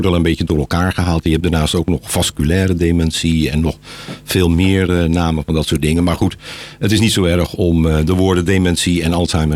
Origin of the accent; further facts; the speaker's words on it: Leiden, South Holland, Netherlands; born there; Ik ben geboren in Leiden.